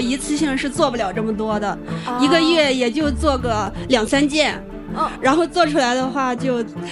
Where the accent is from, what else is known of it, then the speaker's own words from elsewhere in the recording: Dezhou, Shandong, China; 我是山东德州的。